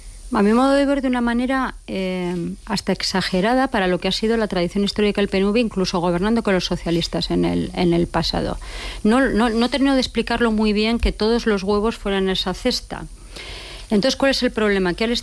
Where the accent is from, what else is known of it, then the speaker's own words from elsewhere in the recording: Basque Country, Spain; es algo que en Euskadi, en mi tierra, distorsiona bastante, porque hasta no hace demasiado éramos nosotros los que condicionábamos elecciones.